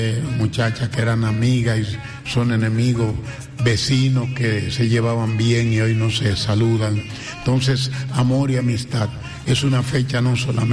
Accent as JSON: {"language": "Spanish", "region": "Barahona", "country": "Dominican Republic", "tie": "born there", "said": "a donde yo nací, en Barahona, República Dominicana"}